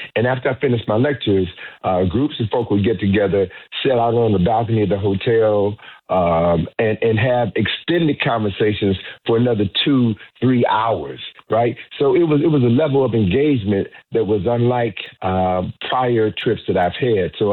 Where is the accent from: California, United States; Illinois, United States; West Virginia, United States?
Illinois, United States; Chicago; The first brother you had on at the top of the show was from my hometown, Chicago.